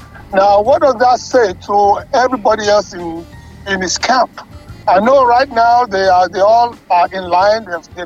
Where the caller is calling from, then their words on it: Nigeria; I'm calling from Oliole Estate.